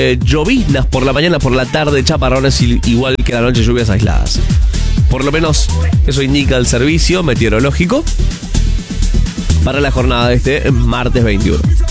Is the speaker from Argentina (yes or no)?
yes; Argentina; somos bien argentinos y le pusimos pecho a las balas.